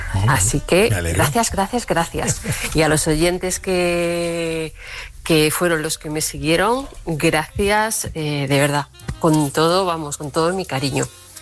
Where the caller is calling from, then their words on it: Toledo, Castilla-La Mancha, Spain; de Toledo